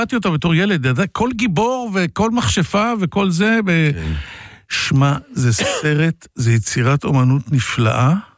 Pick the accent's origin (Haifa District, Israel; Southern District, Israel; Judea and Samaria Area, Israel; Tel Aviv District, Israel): Tel Aviv District, Israel; Holon; בשיקון בחולון, ואני יודע בדיוק למה אתה מתכוון.